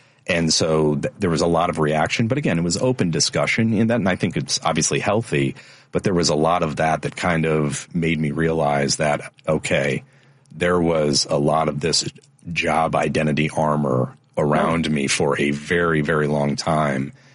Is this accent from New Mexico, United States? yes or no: no; St. Louis, Missouri, United States; St. Louis.